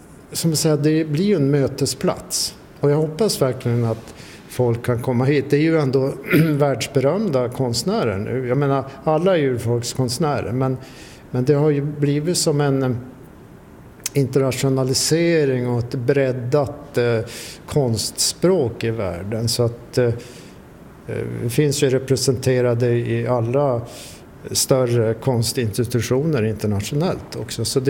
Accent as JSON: {"language": "Swedish", "town": "Tärnaby", "region": "Västerbotten County", "country": "Sweden", "said": "Ja, jag kommer ju från Tärnaby och är same."}